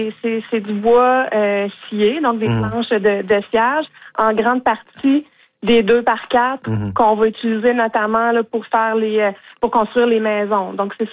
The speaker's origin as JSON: {"language": "French", "region": "Quebec", "country": "Canada", "said": "parce que je suis québécoise"}